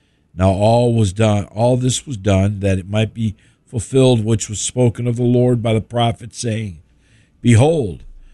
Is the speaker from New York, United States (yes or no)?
yes; New York, United States; I can't help where I was brought up. I was brought up in Central New York.